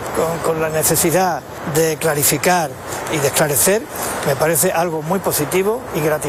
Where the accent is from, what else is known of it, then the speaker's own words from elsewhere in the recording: Ceuta, Spain; Lo digo como ceutí y lo digo como español.